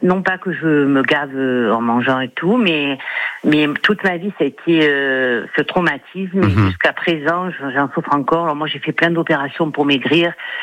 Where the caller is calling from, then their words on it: Roquevaire, Provence-Alpes-Côte d'Azur, France; moi je suis à Roquevert.